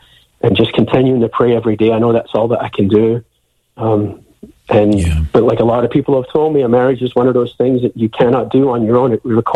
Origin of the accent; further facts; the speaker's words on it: Scotland, United Kingdom; moved away; I'm originally from Scotland, and I'm going to go visit family in Scotland just to kind of reconnect with my family.